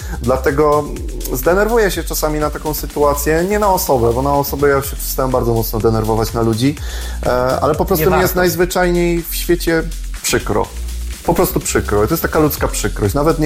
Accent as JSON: {"language": "Polish", "town": "Kruszwica", "region": "Kuyavian-Pomeranian Voivodeship", "country": "Poland", "tie": "born or raised there", "said": "spojrzałem na jezioro Gopło i powiedziałem sobie pod nosem dziękuję. Dosłownie. Podziękowałem mojemu rodzinnemu miastu"}